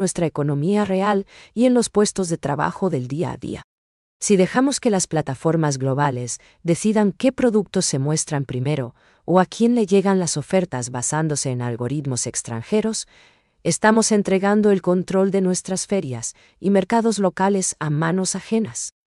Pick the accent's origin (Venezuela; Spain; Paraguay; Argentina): Paraguay; nos identifique como paraguayos